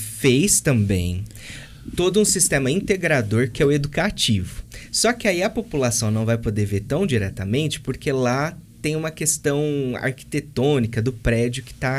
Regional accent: Monte Alto, São Paulo, Brazil; born there; moved away as an adult; also born or lived in Minas Gerais; now in Monte Alto, Brazil; Eu sou nascido em Monte Alto, fui estudar fora, Minas, fiquei 11 anos lá. E aí eu volto com essa bagagem e tento trabalhar aqui dentro da cidade

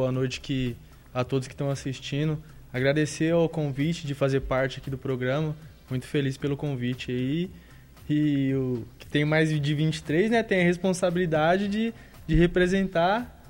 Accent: Itanabi, São Paulo, Brazil; Eu sou de Itanabi, São Paulo.

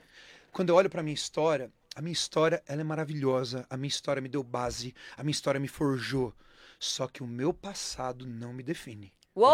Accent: Taboão da Serra, São Paulo, Brazil; eu morei a minha infância e a minha adolescência toda em Taboão da Serra, no bairro chamado Jardim Salete, na periferia de Taboão da Serra.

